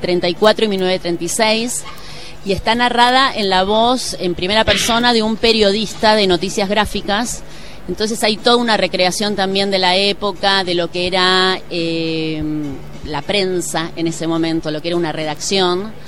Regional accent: Buenos Aires, Argentina; also born or lived in Tucumán; nací en Tucumán, pero al toque me fui a vivir a Buenos Aires. Y pero a mí me encanta decir que soy tucumana y es verdad que soy.

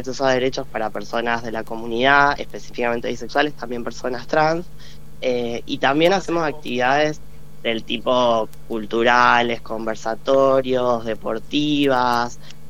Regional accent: Mendoza, Argentina; moved away as an adult; soy de acá, viví en Mendoza hasta los 18 años y tengo 27.

